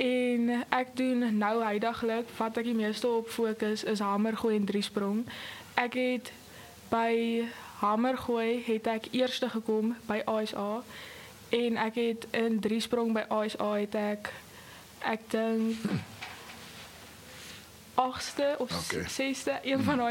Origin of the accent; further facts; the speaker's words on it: Dispatch, Eastern Cape, South Africa; Goeie allemaal … ek kom ook van Dispatch af. Ek gaan school in Hoërskool Dispatch